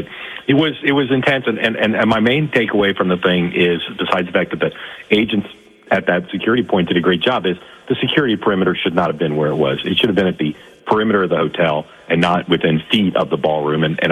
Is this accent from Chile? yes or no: no; United States; I'm a American and I'm a dad and a husband, but also a reporter.